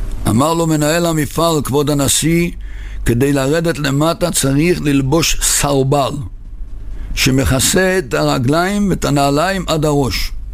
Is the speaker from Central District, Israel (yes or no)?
no; Migdal HaEmek, Northern District, Israel